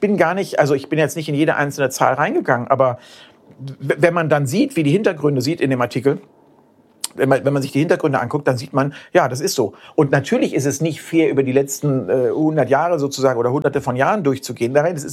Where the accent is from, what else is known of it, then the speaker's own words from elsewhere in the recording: Germany; Wir als Deutsche.